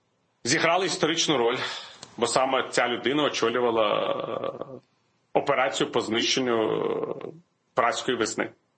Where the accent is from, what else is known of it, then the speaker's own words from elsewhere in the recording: Belarus; Не тому, що я був білорус, а тому, що просто я був досвідчений партійний керівник.